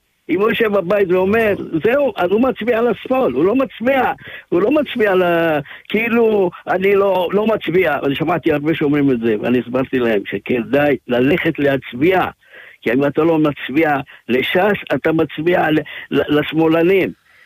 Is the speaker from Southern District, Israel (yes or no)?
yes; Ofakim, Southern District, Israel; אתה רוצה לדעת מאיזה עיר? אני אגיד, באופקים, כן.